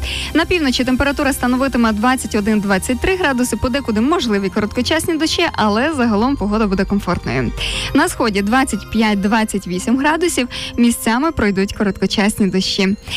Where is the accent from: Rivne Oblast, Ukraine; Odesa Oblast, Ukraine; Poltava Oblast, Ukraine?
Poltava Oblast, Ukraine; У нас, от, до прикладу, на Полтавщині, звідки я родом, називалася просто картошка або картопля.